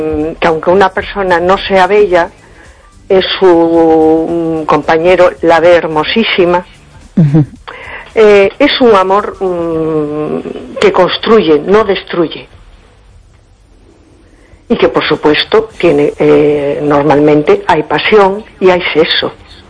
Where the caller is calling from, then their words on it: A Coruña, Galicia, Spain; Hola, buenas noches. … de Coruña.